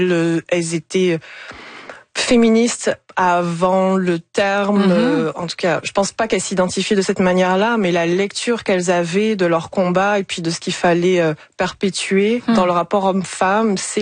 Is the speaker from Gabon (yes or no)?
yes; Gabon; Moi, j'ai grandi au Gabon.